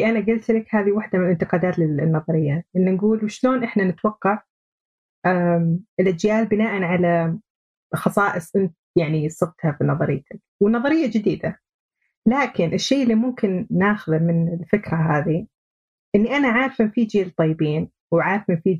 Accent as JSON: {"language": "Arabic", "country": "Saudi Arabia", "said": "لنا إحنا كسعوديين،"}